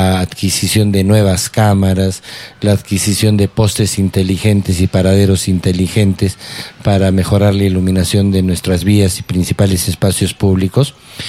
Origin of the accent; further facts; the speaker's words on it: Arequipa, Peru; born there; Mis vecinos pueden dar fe de que vivo en UPIS paisajista toda mi vida. Yo nunca he cambiado, desde que he sacado mi DNI, nunca he cambiado de dirección domiciliaria, siempre he vivido en la UPIS. Por razones de trabajo, temporalmente en algunos momentos me he alejado, pero no he dejado de vivir.